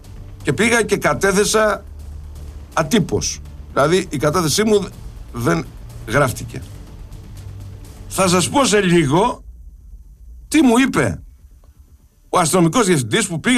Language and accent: Greek; Greece; Αυτοί είμαστε σαν Έλληνες.